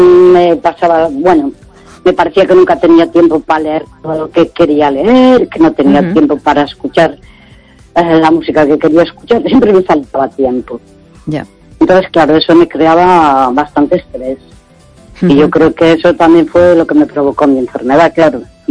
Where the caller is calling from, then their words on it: Santiago de Compostela, Galicia, Spain; de Santiago